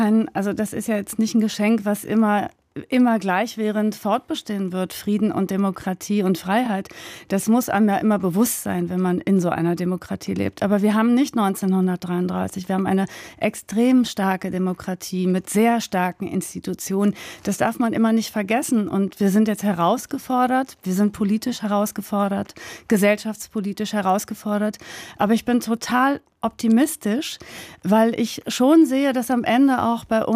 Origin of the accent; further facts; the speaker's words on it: Germany; first language German; meine Muttersprache ist halt Deutsch, als Deutsche wahrgenommen